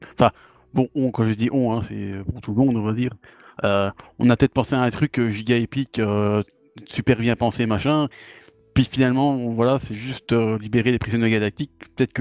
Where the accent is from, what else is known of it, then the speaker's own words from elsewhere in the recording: Belgium; moi je suis belge.